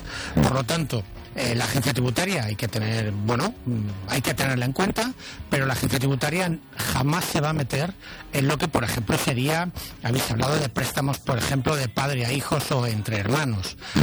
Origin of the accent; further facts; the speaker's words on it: Valencia, Valencian Community, Spain; En mi ciudad natal, en Valencia